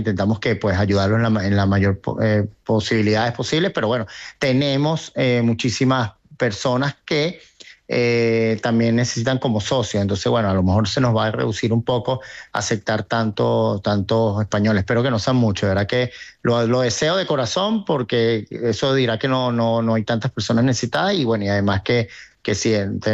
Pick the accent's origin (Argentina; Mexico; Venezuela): Venezuela; also born or lived in Tenerife, Spain; No, yo nací acá, mis padres son de Tenerife y Cuevas de los Vinos. Yo tengo 55 años y nací acá, viví allá en Tenerife un tiempo, pero toda mi vida la he pasado acá y como soy venezolano.